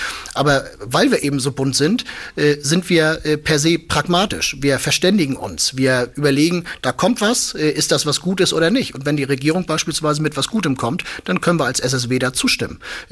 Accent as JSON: {"language": "German", "town": "Flensburg", "region": "Schleswig-Holstein", "country": "Germany", "said": "Und ich meine, ich komme ja aus Flensburg."}